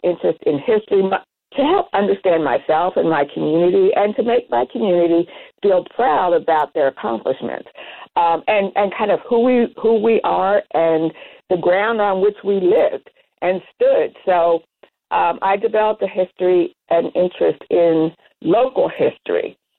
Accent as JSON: {"language": "English", "town": "Philadelphia", "region": "Pennsylvania", "country": "United States", "tie": "born or raised there", "said": "Well, again, growing up in Philadelphia, in Pennsylvania, in the Philadelphia area, you can't turn around without running into something that was related to the Revolutionary War."}